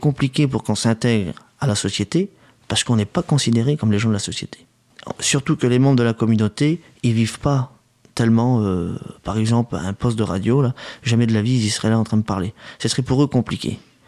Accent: France; on est français, avant tout. Moi je suis voyageur, je suis en errance

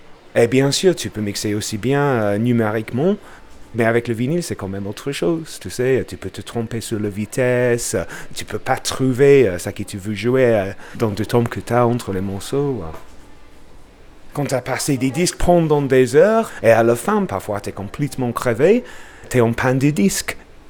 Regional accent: Bradford, Yorkshire and the Humber, United Kingdom; French is a second language; moved away as an adult; now in Lyon, France; je viens de Bradford, dans le nord de l'Angleterre.

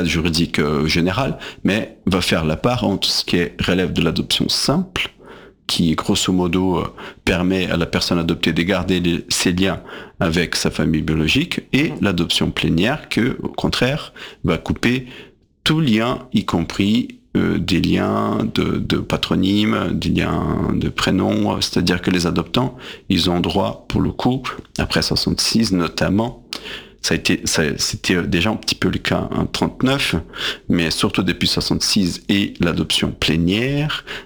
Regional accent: Brazil; moved away; d'où je viens, du Brésil

